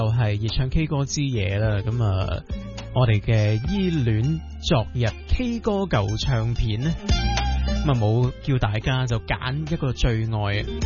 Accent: Hong Kong; 咁即係身為香港人啦，咁喺外國咁見到香港嘅女歌手嘅專輯嘅宣傳 poster 呢就擺咗喺重要嘅位置

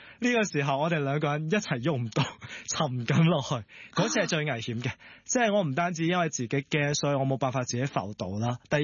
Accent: Chaozhou, Guangdong, China; 雖然我係潮州人啦，都係好近海啦

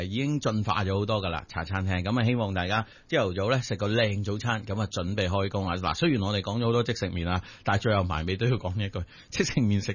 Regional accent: Hong Kong; 我作为一个土生土长嘅香港人。

